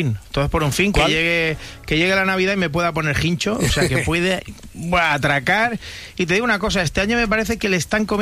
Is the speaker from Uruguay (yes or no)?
no; Spain; Soy española, ¿qué quieres que te haga?